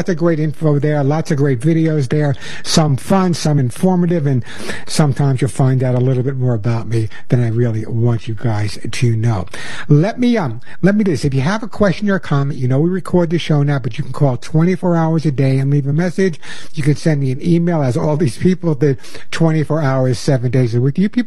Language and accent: English; Long Island, New York, United States; now in Arizona, United States; I'm originally from Long Island. I can deal with humidity.